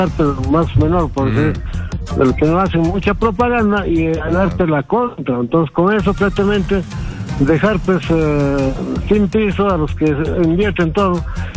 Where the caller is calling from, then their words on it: Lima, Peru; de Cercado de Lima